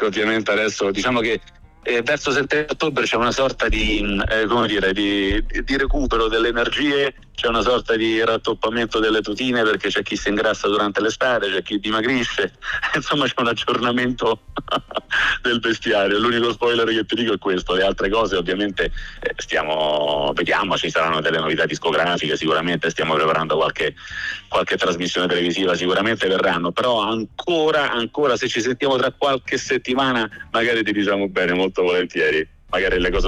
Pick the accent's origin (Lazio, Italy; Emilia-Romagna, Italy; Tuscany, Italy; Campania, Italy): Lazio, Italy; Civitavecchia; io sono di Civitavecchia, in una città di mare